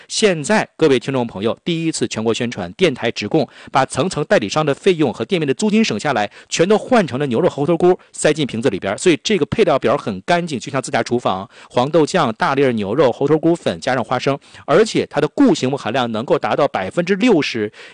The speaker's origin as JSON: {"language": "Chinese", "region": "Northeast China", "country": "China", "accent": "Northeastern dialect", "said": "咱们东北话叫洗大澡"}